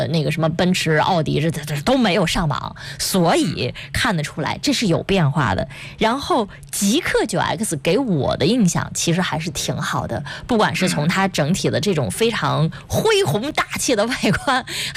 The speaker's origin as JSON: {"language": "Chinese", "country": "China", "said": "我们中国人"}